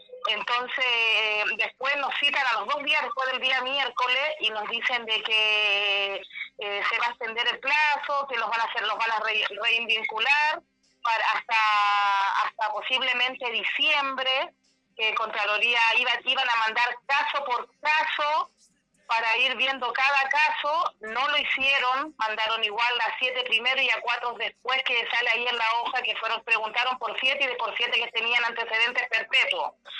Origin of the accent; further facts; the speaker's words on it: El Salado, Atacama, Chile; yo soy del Salado